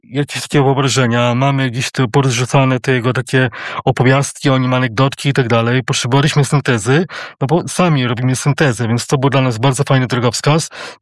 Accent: Łódź, Łódź Voivodeship, Poland; also born or lived in Połaniec; ja pochodzę z Łodzi, ale urodziłem się w Połańcu, bo tam moi rodzice budowali elektrownię imienia Tadeusza Kościuszki. Mieszkaliśmy na ulicy imienia Tadeusza Kościuszki

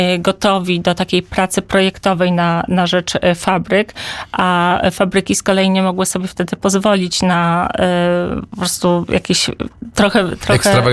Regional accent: Kraków, Lesser Poland, Poland; Jestem krakowianką.

